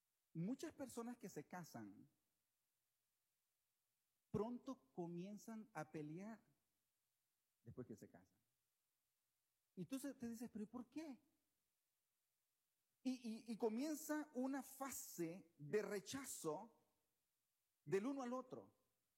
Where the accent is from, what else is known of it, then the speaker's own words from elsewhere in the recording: Costa Rica; yo me crié, bueno, en mi país, en Costa Rica